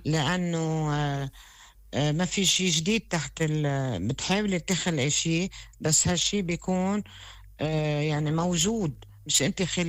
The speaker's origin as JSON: {"language": "Arabic", "town": "Harajel", "region": "Keserwan-Jbeil", "country": "Lebanon"}